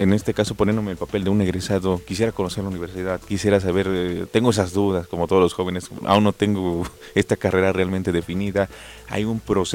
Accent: Mexico

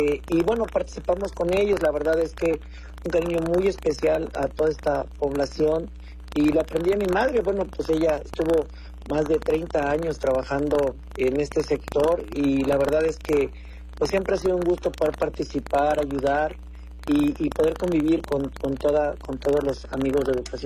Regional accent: Chilpancingo, Guerrero, Mexico; Nacimos aquí, en Chilpancingo, que estudié la primaria, en la Escuela Morelos, la secundaria, Escuela Raimundo Barca Alarcón, el bachillerato en el Colegio de Bachilleros en plantel número 1, la facultad en la Universidad Autónoma de Guerrero.

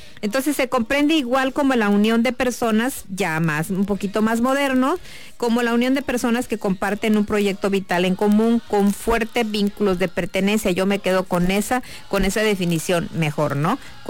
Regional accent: Tabasco, Mexico; somos como una familia tabasqueña

